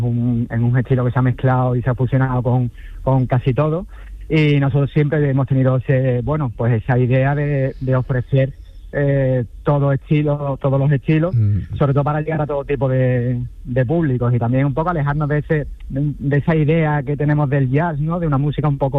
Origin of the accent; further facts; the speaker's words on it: Cádiz, Andalusia, Spain; aunque somos de Cádiz, nos consideramos de griego